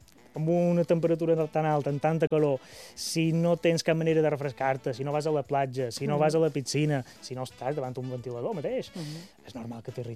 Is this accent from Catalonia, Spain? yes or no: no; Mallorca, Balearic Islands, Spain